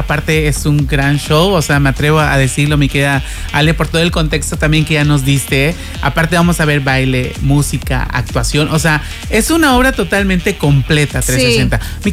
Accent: Mexico

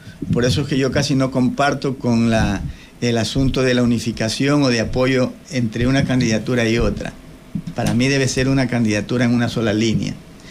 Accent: Portoviejo, Manabí, Ecuador; also born or lived in Novoa parish, 24 de Mayo; yo he vivido 50 años en La California.

